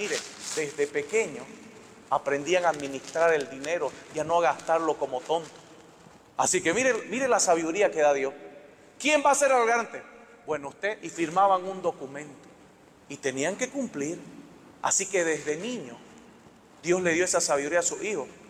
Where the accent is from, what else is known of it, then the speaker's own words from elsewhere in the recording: Montero, Santa Cruz, Bolivia; yo nací en Montero, yo soy de Montero.